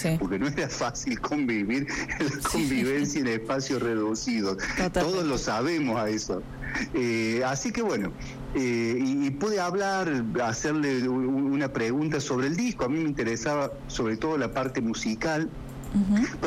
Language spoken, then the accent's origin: Spanish; Córdoba, Argentina; moved away; yo soy cordobés.